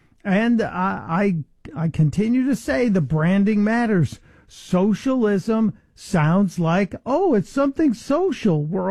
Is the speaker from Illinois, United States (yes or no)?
yes; Chicago, Illinois, United States; as a kid growing up in Chicago, Bishop Sheen and the black and white TV show was a part of our life.